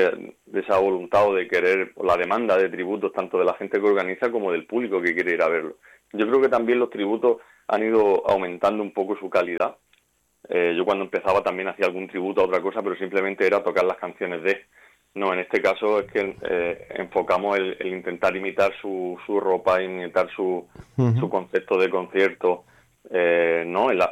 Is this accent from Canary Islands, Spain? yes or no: no; Region of Murcia, Spain; De Cartagena, yo sí vivo en Murcia centro, José en Sangonera, es decir, somos, digamos, de la zona, pero vamos, todos murcianos.